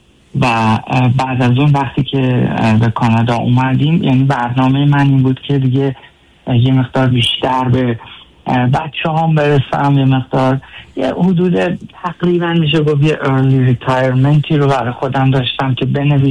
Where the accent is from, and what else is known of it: Iran; born or raised there; moved away as an adult